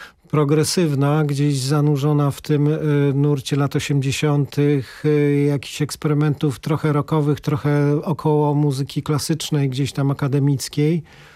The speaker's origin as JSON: {"language": "Polish", "town": "Piła", "region": "Greater Poland Voivodeship", "country": "Poland", "tie": "born or raised there", "moved": "yes", "said": "Cała moja rodzina z Lubelskiego, ale urodziłem się w Pile jak najbardziej"}